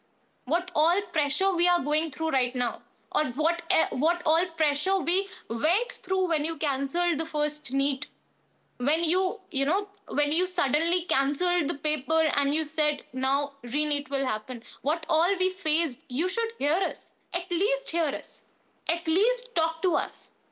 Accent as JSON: {"language": "English", "country": "India", "said": "I don't feel comfortable that I proudly say that I'm an Indian, an Indian citizen."}